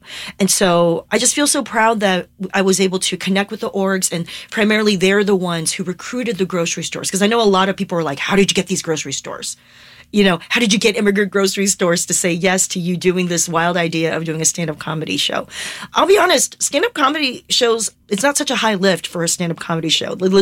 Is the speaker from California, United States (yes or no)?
yes; California, United States; also born or lived in Taiwan; I'm from Southern California, and this is where I grew up. I love being a Los Angelino, an American, and an immigrant from Taiwan.